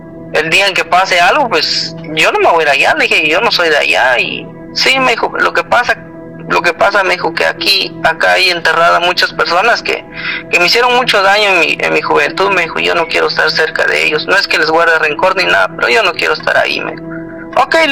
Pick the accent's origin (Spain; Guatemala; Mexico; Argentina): Guatemala; now in United States; Sí, yo soy de Guatemala, ella allá en el pueblo.